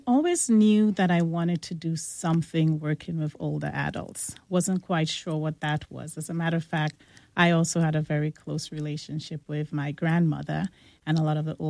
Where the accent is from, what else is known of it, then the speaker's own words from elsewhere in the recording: New York, United States; I grew up in New York after I came here at the age of 14.